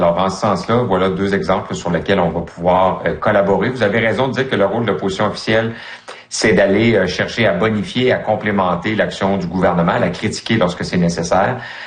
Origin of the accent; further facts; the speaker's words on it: Quebec, Canada; Moi, je suis un fier francophone, je suis un fier Québécois.